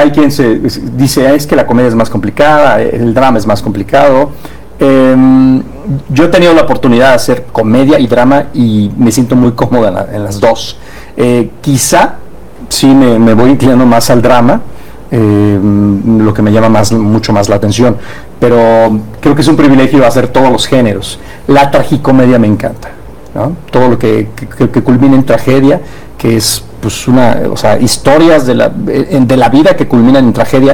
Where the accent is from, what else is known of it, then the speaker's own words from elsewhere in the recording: Mexico; vamos a entender hacia dónde vamos como mexicanos, dónde estamos parados.